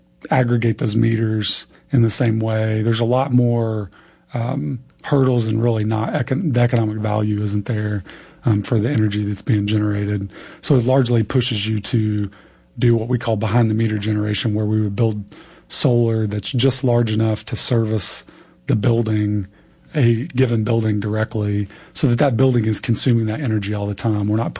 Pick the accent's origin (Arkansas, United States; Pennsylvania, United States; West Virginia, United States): Arkansas, United States; I grew up in Arkansas.